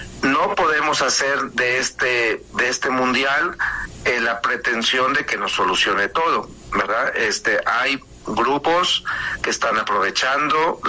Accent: Mexico; como mexicanos tenemos que pues amar a nuestro país

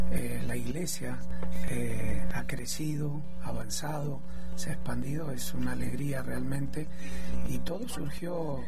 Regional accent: Argentina; now in Mexico; ahora me acompaña mi esposa Enid, ella de Colombia, yo soy de Argentina, y tenemos hijos mexicanos.

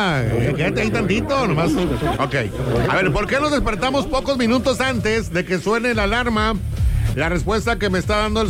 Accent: Mexico; soy mexicano y no me va a ganar el despertador.

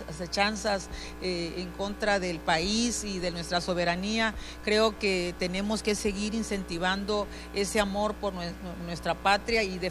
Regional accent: Mexico; con este orgullo que nos caracteriza como mexicanos

